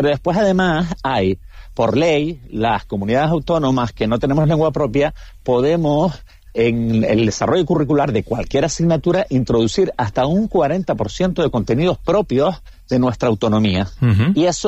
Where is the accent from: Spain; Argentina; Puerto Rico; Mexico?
Spain; Canary Islands; contenidos canarios, de nuestro dialecto, de nuestra historia, de nuestro, en fin, nuestro sistema político, económico, fiscal y demás